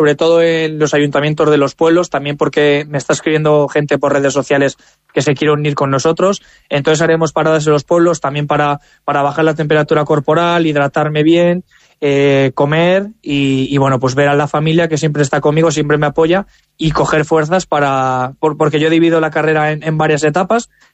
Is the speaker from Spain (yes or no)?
yes; Tarancón, Castilla-La Mancha, Spain; como soy de Tarancón